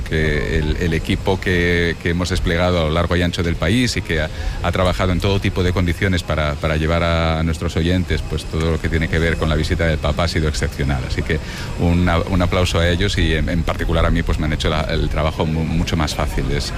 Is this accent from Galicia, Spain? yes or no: no; Barcelona, Catalonia, Spain; Como barcelonés, el momento, el espectáculo de la Sagrada Familia fue ciertamente impresionante